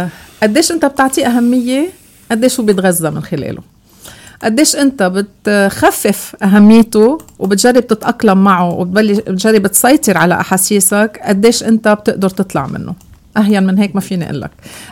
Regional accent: Lebanon

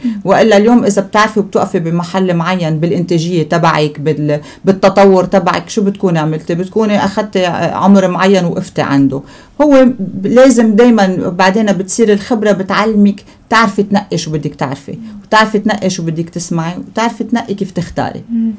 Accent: Lebanon; نحن بلدنا كلبنان

